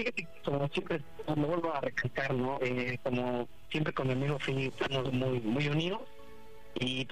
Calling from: Tlaxcala, Mexico; Aquí de Tlaxcalita la Bella y tengo 28 años

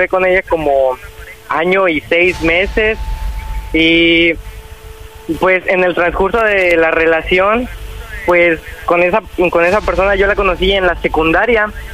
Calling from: Xalapa, Veracruz, Mexico; Tengo 16, estoy de aquí, de Jalapa.

